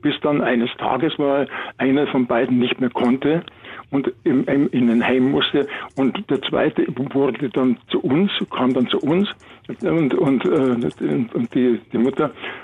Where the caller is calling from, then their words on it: Munich, Bavaria, Germany; Meine Frau und ich, wir sind beide aus München